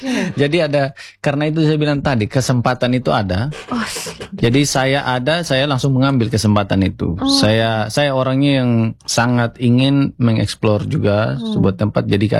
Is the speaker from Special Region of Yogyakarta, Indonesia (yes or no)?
no; Sumba, East Nusa Tenggara, Indonesia; di Bali kan waktu itu ada stigma-stigma negatif untuk kita orang Sumba